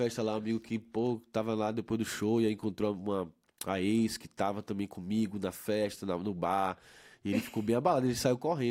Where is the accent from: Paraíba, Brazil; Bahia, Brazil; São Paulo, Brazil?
Bahia, Brazil; Castro Alves; also born or lived in Salvador / Santo Amaro da Purificação; eu nasci em Salvador, mas fui criado em Castro Alves